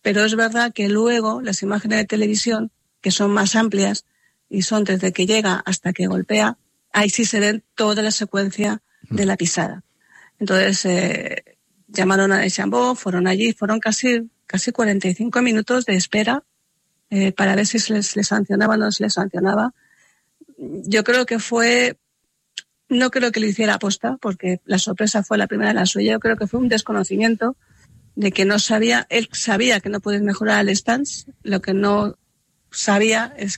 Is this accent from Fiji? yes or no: no; Spain; soy el único español miembro del comité ejecutivo